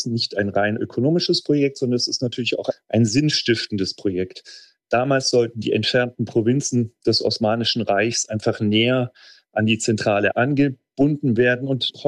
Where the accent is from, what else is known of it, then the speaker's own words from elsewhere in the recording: Germany; Naja, ich als Deutscher sehe seit Jahren, wie schwierig es ist, in Deutschland eine Bahnstrecke zu bauen oder einen Bahnhof zu bauen.